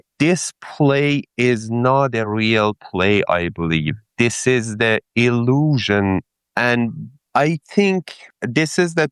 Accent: Iran; English is a second language; let me talk to this person who is from, I don't know, from the U.S. that is fighting with me that I'm coming from Iran.

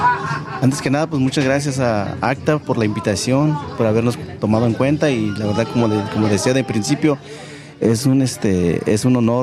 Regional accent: San Juan Mixtepec, Oaxaca, Mexico; now in United States; saludos para toda la gente allá en Oaxaca, Tlaxiaco, San Juan Mixtepec, y pues ya saben, nosotros somos los hijos de San Juan Mixtepec.

